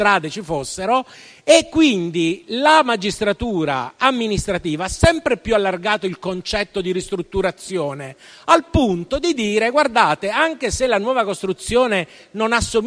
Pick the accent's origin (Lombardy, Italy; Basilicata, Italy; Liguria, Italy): Lombardy, Italy; Milan; io da milanese